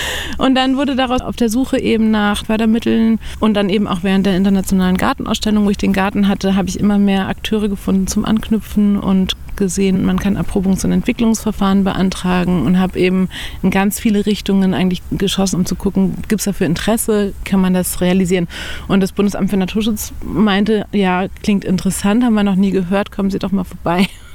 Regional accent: Berlin, Germany; also born or lived in Chile / Colombia; Ich habe in Chile meine Doktorarbeit geschrieben, ich habe in Kolumbien lange gelebt. Also ich bin in Berlin groß geworden, aber war dann wirklich lange in der Welt unterwegs.

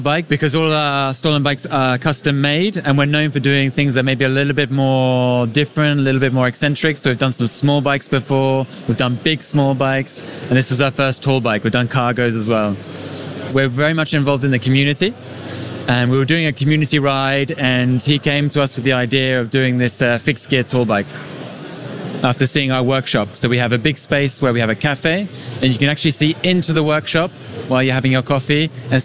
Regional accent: France; English is a second language

